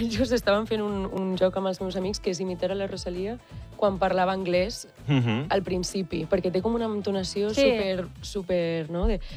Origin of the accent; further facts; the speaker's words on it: Salou, Catalonia, Spain; now in Madrid, Spain; jo sóc de Salou